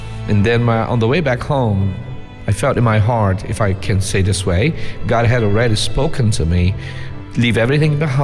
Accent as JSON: {"language": "English", "town": "Belém", "region": "Pará", "country": "Brazil", "second_language": "English", "said": "I am from Brazil, from the north part of Brazil, from Belém."}